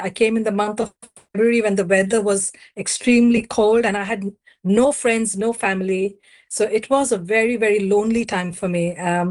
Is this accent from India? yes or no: yes; Mumbai, Maharashtra, India; now in Slough, United Kingdom; So I was born and raised in Mumbai in a Catholic family, and I went to a convent school.